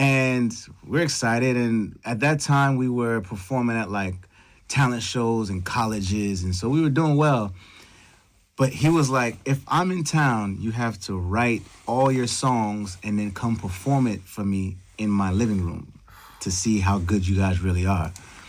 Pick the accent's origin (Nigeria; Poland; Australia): Nigeria; And so being Nigerian, it's very rare that parents want to support, you know, arts.